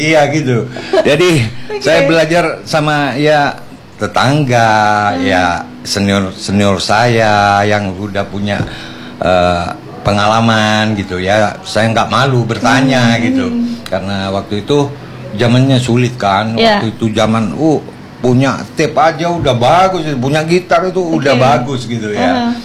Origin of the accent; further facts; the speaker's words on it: Sumenep, East Java, Indonesia; moved away as an adult; now in Malang, Indonesia; Sumenep itu kampung saya, kota kelahiran saya.